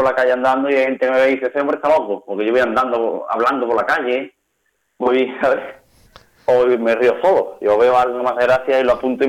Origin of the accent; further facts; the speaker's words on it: Seville, Andalusia, Spain; que soy de Sevilla, donde más calor hace del mundo.